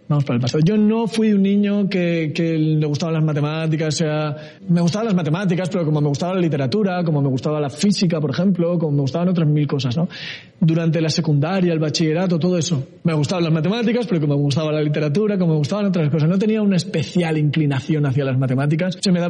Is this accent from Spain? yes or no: yes; Logroño, La Rioja, Spain; Pero no había informática en Logroño, de donde yo soy, no había informática